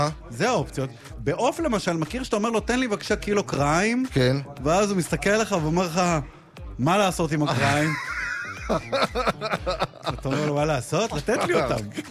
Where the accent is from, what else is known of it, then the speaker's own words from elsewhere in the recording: Haifa, Haifa District, Israel; גדלנו עליו בקריית אליעזר